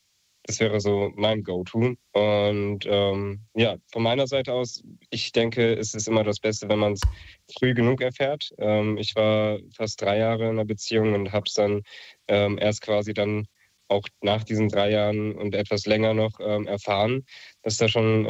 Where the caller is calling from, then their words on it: Marburg, Hesse, Germany; Ich komme aus Marburg.